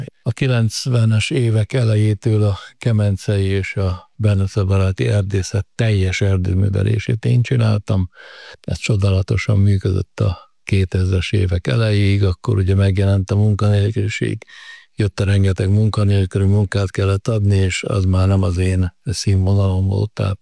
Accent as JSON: {"language": "Hungarian", "town": "Nagybátony", "region": "Nógrád", "country": "Hungary", "tie": "born or raised there", "also_born_or_lived": "Mátra", "moved": "as an adult", "lives_now": "Börzsöny, Hungary", "said": "Hát a Nógrád megyének a keleti végéből származom, nagybátonyi vagyok, a gyerekkoromat Zajdorónál az erdő közepén töltöttem"}